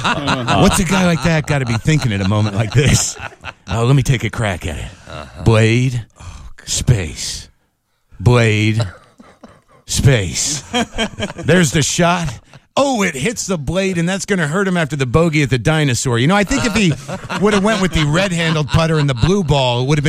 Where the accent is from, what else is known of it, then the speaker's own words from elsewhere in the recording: Albuquerque, New Mexico, United States; also born or lived in Boston; No, I grew up primarily in Albuquerque, New Mexico, actually.